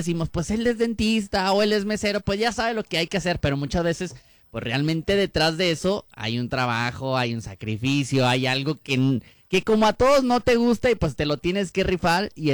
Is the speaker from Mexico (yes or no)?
yes; Mexico City, Mexico; Yo soy de la Ciudad de México, los chilangos son los de Ecatepec.